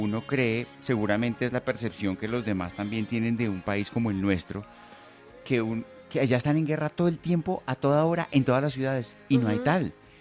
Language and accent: Spanish; Pereira, Risaralda, Colombia; now in Puerto Vallarta, Mexico; Soy de Pereira, estoy feliz de escuchar a Catalina, vivo en México, en Puerto Vallarta. Recuerdo a los serenateros de Pereira, clásico